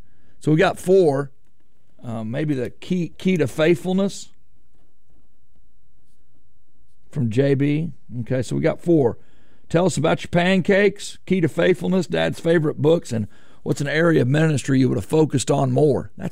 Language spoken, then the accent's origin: English; Harrison, United States; They're going to be in Harrison, my hometown